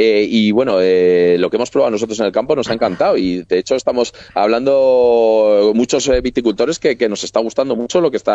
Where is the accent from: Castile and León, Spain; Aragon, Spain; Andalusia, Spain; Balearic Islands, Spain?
Castile and León, Spain; Aranda de Duero; somos de Aranda de Duero, ¿no?